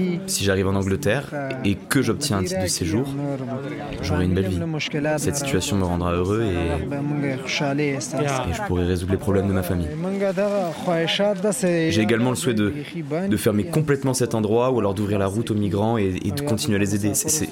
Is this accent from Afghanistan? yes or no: yes; Kabul, Afghanistan; je suis originaire de Kaboul en Afghanistan. J'étais chauffeur routier.